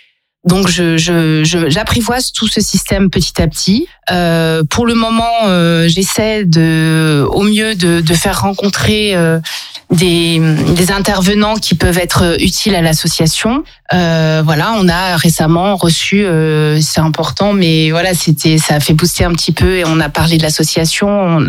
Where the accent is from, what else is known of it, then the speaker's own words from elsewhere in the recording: Paris, Île-de-France, France; moved away as an adult; now in Montpellier, France; puisque je suis parisienne.